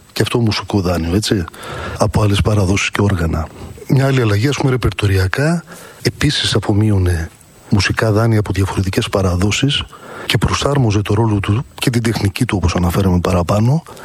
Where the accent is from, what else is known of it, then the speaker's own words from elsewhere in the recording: Preveza, Epirus, Greece; στην ιδιαίτερη πατρίδα μου, στην Πρέβεζα